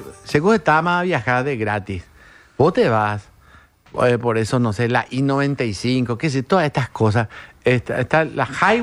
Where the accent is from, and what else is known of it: Asunción, Paraguay; born or raised there; also born or lived in Ñemby